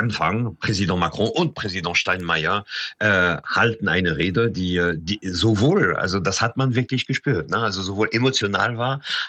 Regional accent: Paris, Île-de-France, France; also ich bin als Kind in Paris geboren und aufgewachsen und ich habe immer diese Kolonnen gesehen davon, von den Stadtchefs und so.

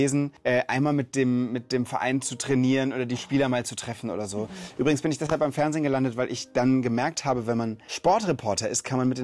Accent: Rhineland-Palatinate, Germany; ich komme aus Rheinland-Pfalz

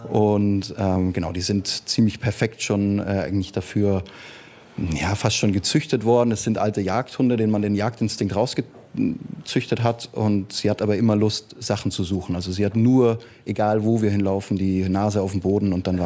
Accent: Volkach, Bavaria, Germany; Meine Heimat, also das Naturwein ist ja auch eine nachhaltige Sache einfach.

